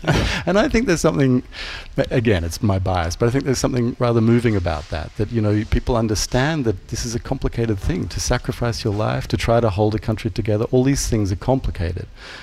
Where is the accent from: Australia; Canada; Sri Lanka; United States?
Australia; moved away; I might have a distorted view of it being an Australian. You're quite right to point that out because, you know, I've lived here almost 20 years, but I certainly grew up in Australia